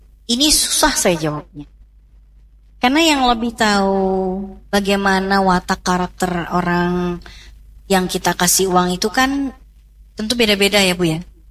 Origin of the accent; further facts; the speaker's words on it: Java, Indonesia; now in Jakarta, Indonesia; saya sebetulnya orang Jawa tapi lama di Betawi.